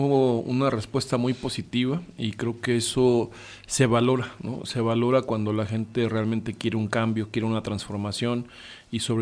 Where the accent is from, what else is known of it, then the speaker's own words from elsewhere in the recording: Jojutla, Morelos, Mexico; moved away as an adult; now in Cuernavaca, Mexico; Yo nací en esta ciudad, crecí en Jojutla, mi niñez y mi adolescencia la hice allá